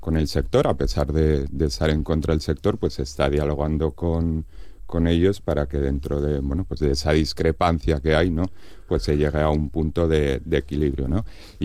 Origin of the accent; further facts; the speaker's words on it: Llanes, Asturias, Spain; Yo que soy de Llanes, ¿no?